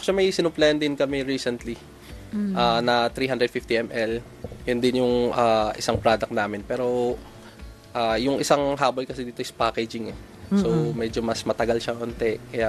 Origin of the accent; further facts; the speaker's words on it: Cordillera Administrative Region, Philippines; And then, especially dun sa amin sa Ifugao